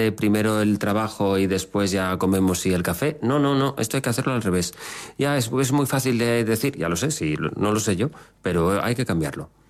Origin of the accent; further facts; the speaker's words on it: Valencian Community, Spain; Bueno, siendo yo valenciano es una expresión complicada.